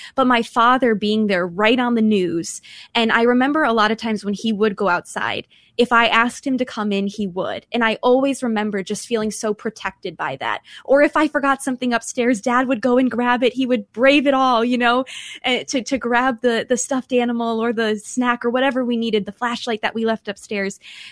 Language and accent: English; Midwest, United States; You know, it's funny, Father, I was thinking as Alonzo was talking that now I grew up in the Midwest.